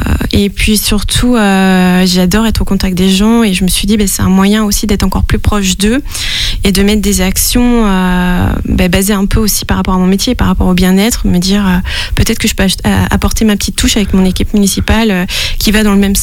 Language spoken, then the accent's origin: French; Challans, Pays de la Loire, France; also born or lived in Saint-Jean-de-Monts / Belleville-sur-Vie; now in Saint-Urbain, France; j'ai fait toute mon enfance à Chalon.